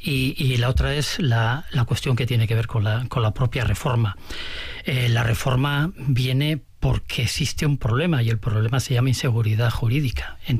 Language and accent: Spanish; Barakaldo, Basque Country, Spain; como yo soy de Baracaldo y paso muchísimo tiempo en Rioja Alavesa